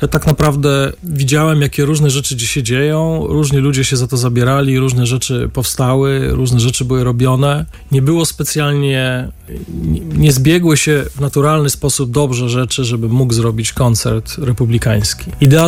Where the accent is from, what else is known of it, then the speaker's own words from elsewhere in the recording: Silesian Voivodeship, Poland; ponieważ jestem ze Śląska, bywałem czasami na dżemach.